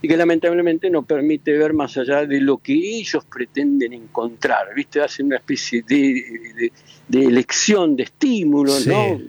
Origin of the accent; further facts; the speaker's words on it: Argentina; en mi caso y en cualquier argentino, pesa el hecho de la nacionalidad.